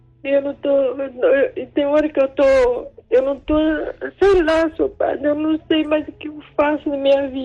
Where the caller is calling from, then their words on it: Vila Velha, Espírito Santo, Brazil; Eu falo aqui de Vila Velha, Espírito Santo.